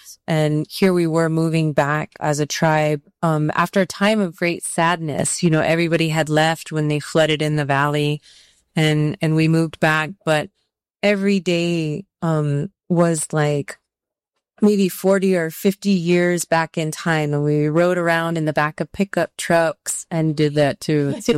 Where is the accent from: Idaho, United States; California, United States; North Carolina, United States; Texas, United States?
California, United States; born there; also born or lived in Redondo Beach, Los Angeles; our family relocated from Los Angeles. I was born in Redondo Beach in Los Angeles to interracial parents. My dad is native. My mom is non-native. And our tribe had reorganized in the heart of the Mojave Desert. And my whole family moved back.